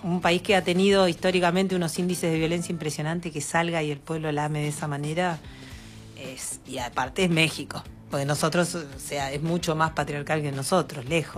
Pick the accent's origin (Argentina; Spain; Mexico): Argentina; por algo somos Argentina